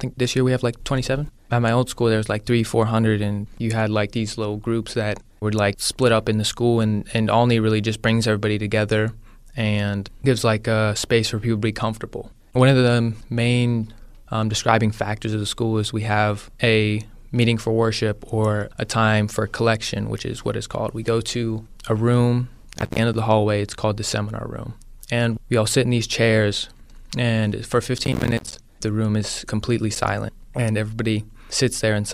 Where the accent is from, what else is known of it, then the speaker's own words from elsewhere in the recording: Barnesville, Ohio, United States; from Barnesville, Ohio. Freshman year was a big learning experience across the board. I came from a public school at Barnesville, small little town